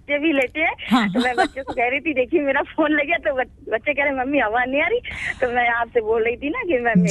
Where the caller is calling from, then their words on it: Lucknow, Uttar Pradesh, India; मेरे गांव का नाम है तेरुआ, ग्राम ऑफिस थाना बंथरा है, और ये हरौनी स्टेशन से पास कर रही हूँ मैं।